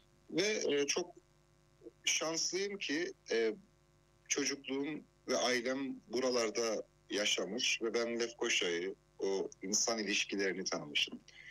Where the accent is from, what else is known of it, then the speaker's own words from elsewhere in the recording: Cyprus; kalabalık bir ailede büyüyerek doğan bir adalıyım aslında, bir Kıbrıslıyım ki tüm özelliklerini taşıyoruz adalı olmanın.